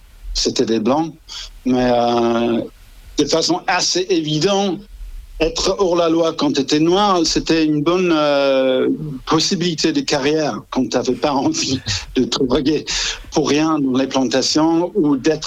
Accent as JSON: {"language": "French", "region": "England", "country": "United Kingdom", "second_language": "French"}